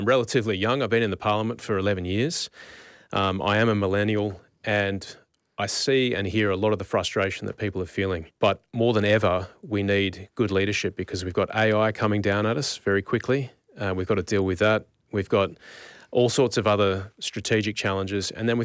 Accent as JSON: {"language": "English", "town": "Sydney", "region": "New South Wales", "country": "Australia", "tie": "born or raised there", "said": "I grew up in Ashfield in Sydney, right?"}